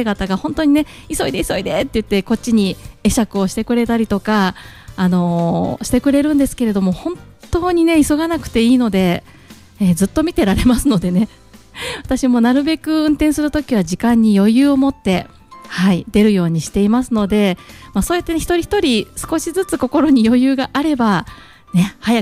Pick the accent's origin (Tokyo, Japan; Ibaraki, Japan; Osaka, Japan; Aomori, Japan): Osaka, Japan; moved away; 私もともと大阪出身でですね、大阪でよくラジオを聞いてたんですけれども